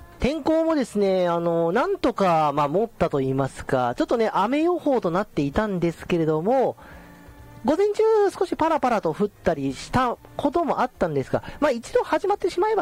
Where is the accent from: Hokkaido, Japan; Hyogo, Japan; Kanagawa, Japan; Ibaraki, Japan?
Hyogo, Japan; Toyooka; 私の地元竹野町